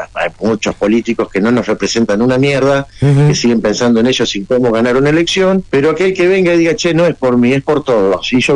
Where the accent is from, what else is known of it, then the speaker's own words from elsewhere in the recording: Berazategui, Buenos Aires Province, Argentina; soy un negrito de Berazategui